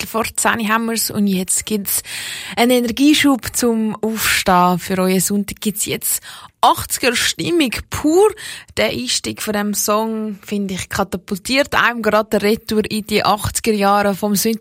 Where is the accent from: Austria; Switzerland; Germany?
Switzerland; Es ist auch ein riesiger 80er-Jahr-Hit gewesen. Bei uns in der Schweiz auf Platz 2 gelandet.